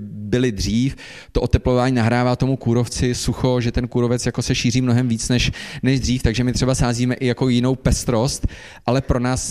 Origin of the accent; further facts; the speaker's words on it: Železná Ruda, Plzeň Region, Czechia; doteďka byly v HKO, v okolo Železnorudska, odkud pocházím, a to jsou většinou hospodářský lesy.